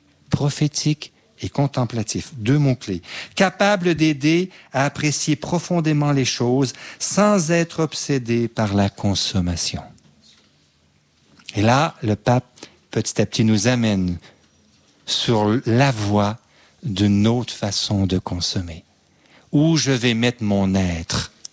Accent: Quebec, Canada; moved away; Moi, je viens du Québec.

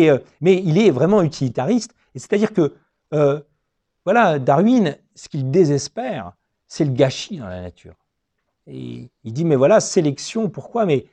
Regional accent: Metz, Grand Est, France; born there; Moi, je suis né à Metz, en France.

